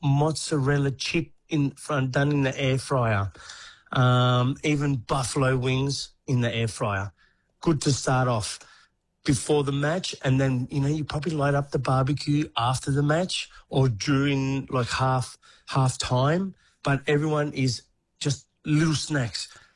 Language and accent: English; Fairfield, New South Wales, Australia; also born or lived in Newcastle; like I grew up in Fairfield area, then move on to Newcastle.